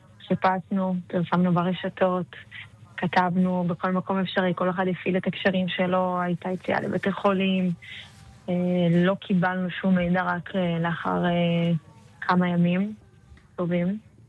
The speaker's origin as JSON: {"language": "Hebrew", "town": "Jerusalem", "region": "Jerusalem District", "country": "Israel", "also_born_or_lived": "Ashkelon", "moved": "yes", "said": "אני ירושלמית במקור, והיינו באשקלון. גרנו באשקלון את התקופה, ואני לא רגילה לטילים"}